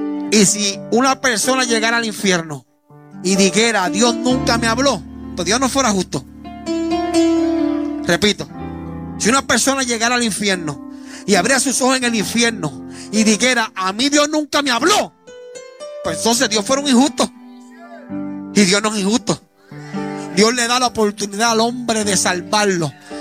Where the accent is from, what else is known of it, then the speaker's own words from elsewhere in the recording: Puerto Rico; moved away; Un residencial en Puerto Rico son lugares donde hay más incidencia criminal. Lugares donde, de donde yo vengo